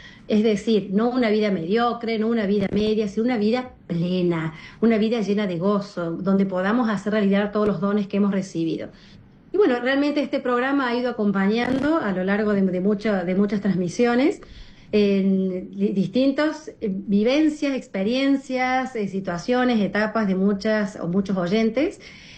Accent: Córdoba, Argentina; yo soy de Córdoba, Argentina. Acá también tenemos nuestra Radio María. Y desde muy chica en mi casa se escuchaba Radio María.

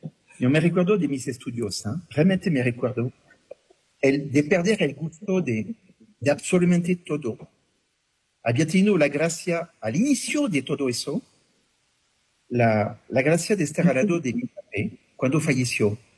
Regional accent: Bergerac, Nouvelle-Aquitaine, France; íbamos a salir de Bergerac, venimos de cerca de Burdeos, en Francia, y vamos a irnos.

